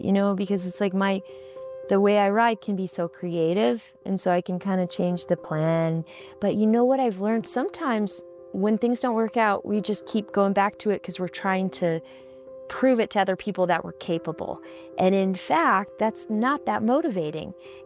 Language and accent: English; Alaska, United States; And I'm from Alaska.